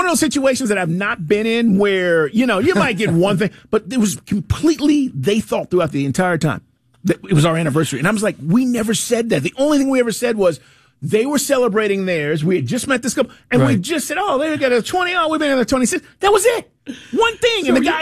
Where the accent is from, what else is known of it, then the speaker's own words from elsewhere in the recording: Atlanta, Georgia, United States; oh, we're from Atlanta.